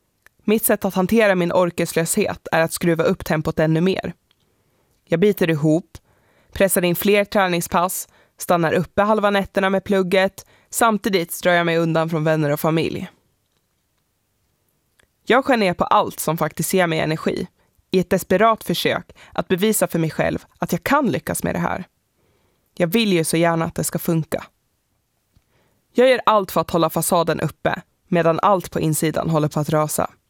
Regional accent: Gävle, Gävleborg County, Sweden; moved away; Hemma i Gävle hade jag alltid varit den längsta tjejen på planen.

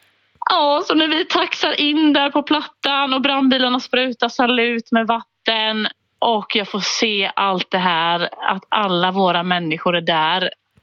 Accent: Småland, Sweden; Men han är från Dalarna och jag är från Småland, så att vi landar någonstans mitt emellan.

